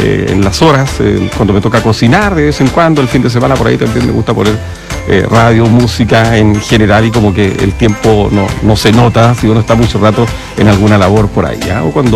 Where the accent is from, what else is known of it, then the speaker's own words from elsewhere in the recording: Chile; aunque como buen chileno también hemos andado por ahí dando algunos retoques, cerrando por aquí, por allá, bloqueando el agua, el viento, como buen chileno a última hora con esos menesteres propios del verano.